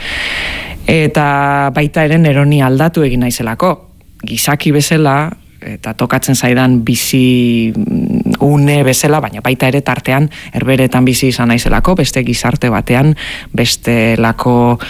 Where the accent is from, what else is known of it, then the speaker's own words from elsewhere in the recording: Hernani, Basque Country, Spain; moved away as an adult; also born or lived in Netherlands; hernaniarra naiz